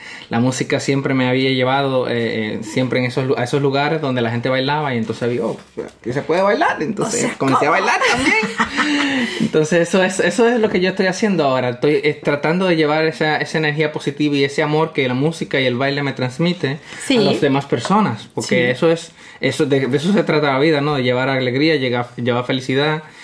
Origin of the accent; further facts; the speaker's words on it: Dominican Republic; now in Ludwigsburg, Germany; yo soy de República Dominicana, mi gente. Vivo aquí en Stuttgart, bueno, Ludwigsburg.